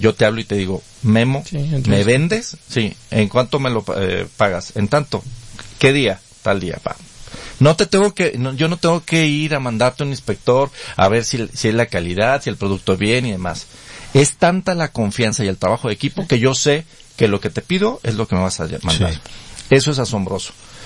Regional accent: Jalisco, Mexico; yo soy de Jalisco, pero hay una diferencia de mentalidad gigantesca entre el agricultor de Sinaloa contra el agricultor de Jalisco.

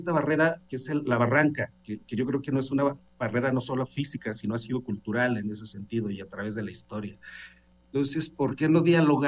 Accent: Jalisco, Mexico; el norte de Jalisco es muy diferente al resto del estado de Jalisco, ¿no? Nosotros somos el inicio de la zona chichimeca

